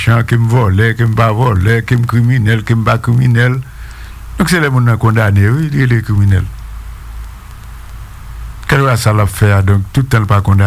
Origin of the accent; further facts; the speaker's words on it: Haiti; Même si je suis dans un pays étranger, pourri que je suis haïtien.